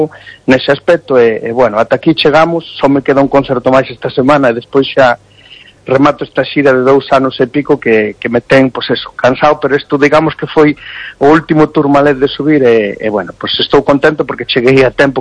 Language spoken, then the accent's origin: Galician; Galicia, Spain; pois eso, que temos que, como galegos, pois unirnos